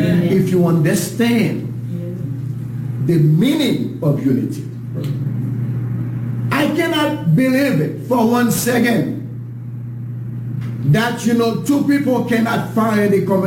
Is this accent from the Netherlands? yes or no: no; Haiti; English is a second language; I came from Haiti.